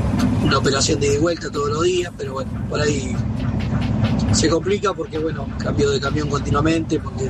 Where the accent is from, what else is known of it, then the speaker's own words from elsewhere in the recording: San Lorenzo, Santa Fe, Argentina; soy de San Lorenzo, Santa Fe.